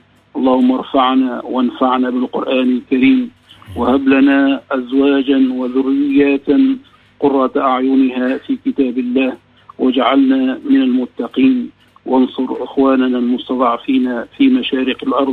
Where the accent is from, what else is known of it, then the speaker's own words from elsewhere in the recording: Msaken, Sousse Governorate, Tunisia; في بلدتنا مساكن